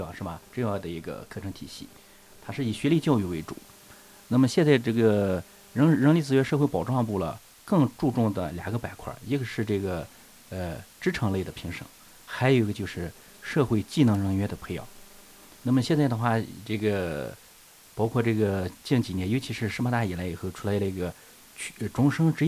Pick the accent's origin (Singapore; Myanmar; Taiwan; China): China